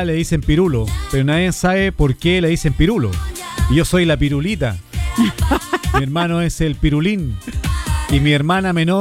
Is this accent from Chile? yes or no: yes; Chile; Oye, si somos los chilenos especialistas con los sobrenombres